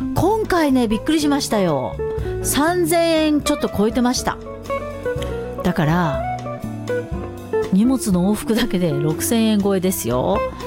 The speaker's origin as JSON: {"language": "Japanese", "town": "Munakata", "region": "Fukuoka", "country": "Japan", "tie": "born or raised there", "moved": "yes", "lives_now": "Tokyo, Japan", "said": "私の大好きな地元福岡県宗像市"}